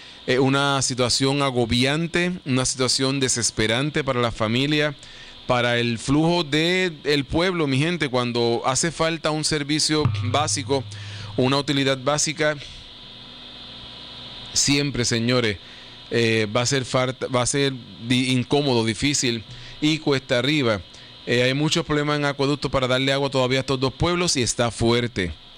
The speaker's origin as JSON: {"language": "Spanish", "country": "Puerto Rico", "said": "en nuestra isla, somos una islita, no hay para dónde ir. Una islita pequeña, rodeado de agua de todos lados."}